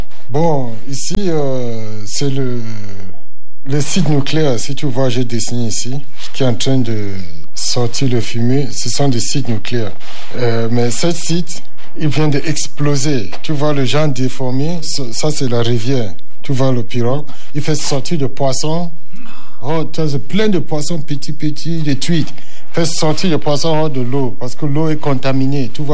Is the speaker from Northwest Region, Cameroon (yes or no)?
yes; Bamenda, Northwest Region, Cameroon; now in Cévennes, France; je suis Camerounais d'origine, oui, anglophone, de Bamenda, Mankon, ça c'est la zone anglophone de Cameroun. Comme je suis marié ici dans la Cévenne, donc c'est ça qui m'a fait venir vivre ici à côté de mes beaux-parents.